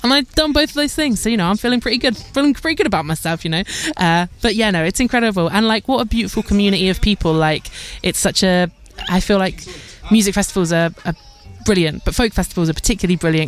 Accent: East of England, United Kingdom; I feel like I grew up not far from Cambridge. I grew up in Bedfordshire.

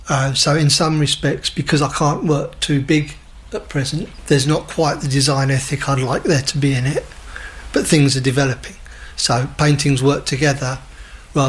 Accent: United Kingdom; And I think, as British people, incidentally, Helen's Canadian, Karen's Northern Irish, so, yeah.

